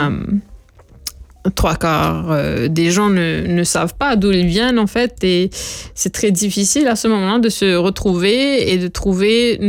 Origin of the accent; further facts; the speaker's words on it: Mauritius; Ben, je crois que, en tant que Mauricien, we underutilize our banks.